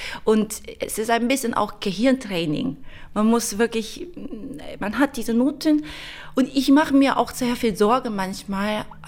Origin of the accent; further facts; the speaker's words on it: South Korea; German is a second language; moved away as an adult; now in Germany; Und ich komme aus Korea